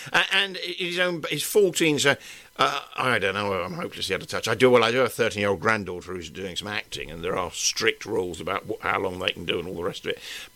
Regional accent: London, United Kingdom; I'm a Londoner.

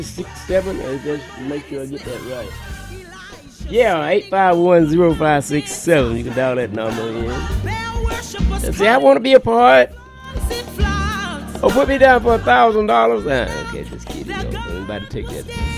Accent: Pittview, Alabama, United States; now in Fort Myers, United States; And for your people listening up around my hometown of Pittview, Alabama.

